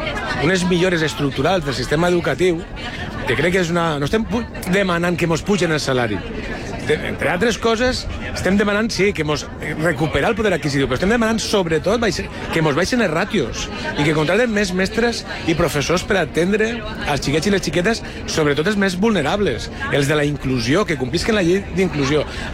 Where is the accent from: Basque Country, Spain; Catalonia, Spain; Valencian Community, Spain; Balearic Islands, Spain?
Valencian Community, Spain; Benicarló; O d'altres comarques no tan centrals, com pel Maestrat, jo soc de Benicarló, i allí els instituts es cauen a trossos.